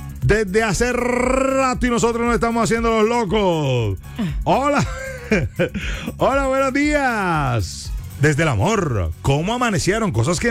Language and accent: Spanish; Colombia; lo flojos que somos los colombianos